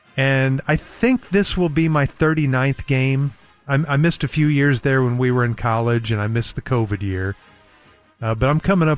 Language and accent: English; Oklahoma City, Oklahoma, United States; And when I was a kid growing up in Oklahoma City in the 70s